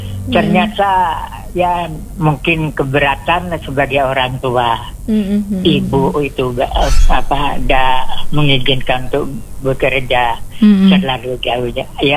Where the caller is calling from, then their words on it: Bondowoso, East Java, Indonesia; Ya akhirnya ya kerja di Bondowoso aja gak gitu. Sampai sekarang masih tetap pekerjaan di Bondowoso gitu.